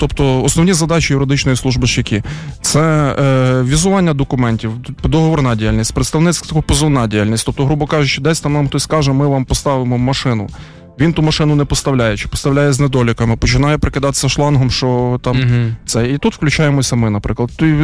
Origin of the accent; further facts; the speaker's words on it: Lviv Oblast, Ukraine; я з Львівської області